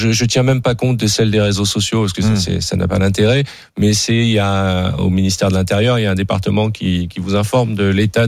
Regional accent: France; je suis français

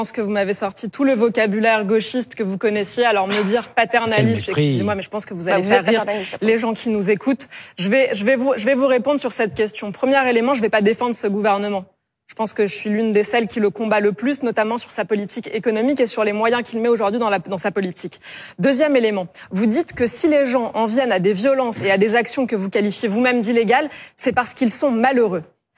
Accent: Île-de-France, France; Moi j'ai grandi en Seine-Saint-Denis, vous n'allez pas m'apprendre mon département

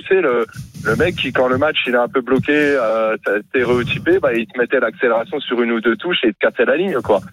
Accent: north-east France, France; now in Toulouse, France; Je suis fan du PSG parce que je suis un Toulousain d'export. Je viens du nord-est de la France à la base.

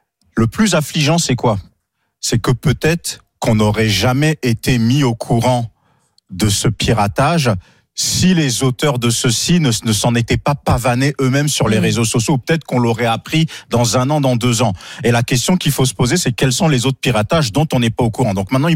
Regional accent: France; C'est doublement injuste parce que nous, en tant que Français, on se dit que ce sont eux les branquignoles.

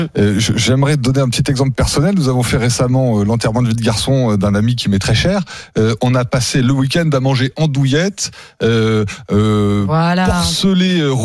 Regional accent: France; On mange pas des burgers. Nous, on est français.

